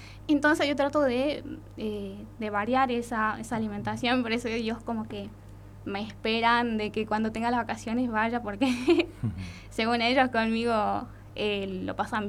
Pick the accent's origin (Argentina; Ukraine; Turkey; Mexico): Argentina; Belén, Catamarca; si bien yo no soy de acá, soy del interior, vengo de Belén. Quizás en el inicio me costó un poco adaptarme acá, porque era totalmente diferente, vengo de un lugar rural